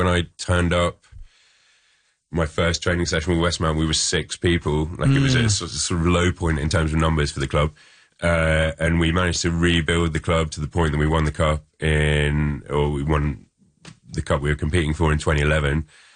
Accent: England, United Kingdom; moved away as an adult; So I came over here from England in 2005. And I was working in a school.

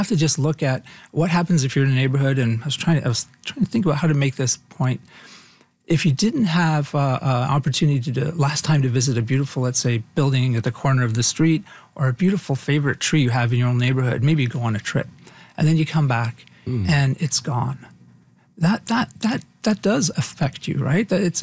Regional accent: Toronto, Ontario, Canada; as a kid growing up in Toronto.

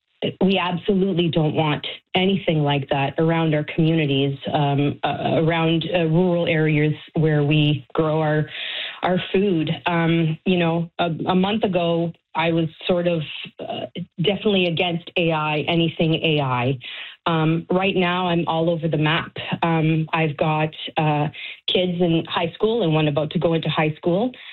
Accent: Canada; So we're, you know, as a population, as a Canadian, we're just sort of, we don't know where to look and how to feel about this

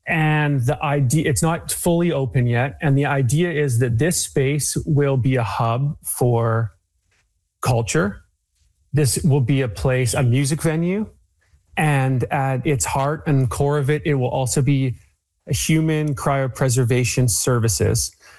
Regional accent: Vancouver, British Columbia, Canada; my hometown of Vancouver, BC

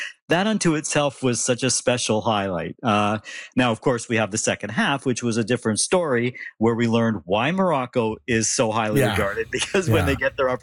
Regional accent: Canada; something you never could have imagined as a Canadian soccer man against any other country

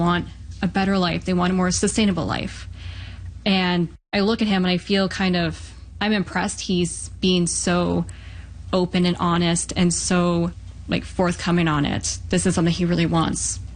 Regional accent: Canada; because I feel like that goes against a core value of being Canadian. We're so diverse.

